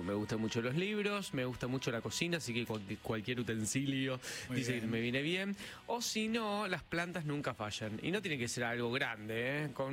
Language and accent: Spanish; Remedios de Escalada, Buenos Aires Province, Argentina; Muy bien, hola chicos … de Remedios de Escalada.